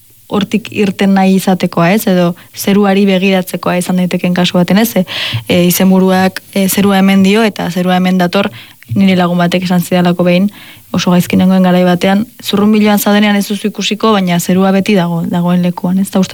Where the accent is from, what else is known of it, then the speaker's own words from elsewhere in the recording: Spain; now in San Sebastián, Spain; bizi ginen herrian askoriatzen, ni jaio nintzen herrian, ardi pila badaude, pues, eta guke ikastetxeko leiotik ere ardiak eta behiak eta ikusten genituen, eta izan da oso nire paisaiaren parte. Eta Donostiara etorri nintzenean, ba, galdu egin nuen paisaia hori